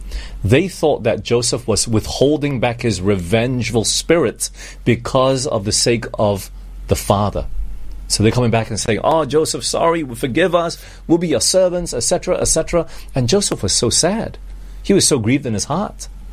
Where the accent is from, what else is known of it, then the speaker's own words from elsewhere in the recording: Malaysia; also born or lived in Singapore; You know, I've grown up all over the world. I was born in Singapore. I'm actually Malaysian, but I was born in Sing